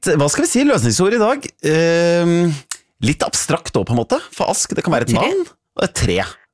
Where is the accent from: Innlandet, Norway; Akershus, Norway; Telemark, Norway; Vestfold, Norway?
Innlandet, Norway; jeg som Hedmarking.